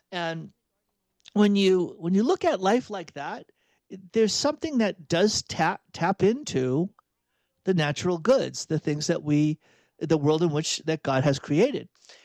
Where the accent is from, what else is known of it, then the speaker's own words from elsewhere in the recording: Massachusetts, United States; Now, I grew up in outside of Boston, and if you're in New England and you can kind of scrape all the way down to New York and New Jersey, you're going to hear that phrase